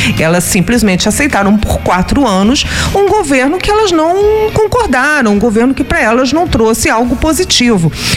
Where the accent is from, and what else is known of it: Brazil